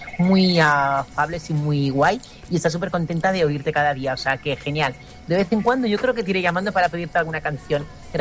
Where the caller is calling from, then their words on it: Barcelona, Catalonia, Spain; de Barcelona Ciudad.